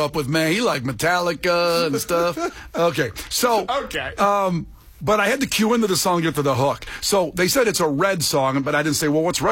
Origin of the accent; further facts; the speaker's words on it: Ohio, United States; I grew up in Ohio.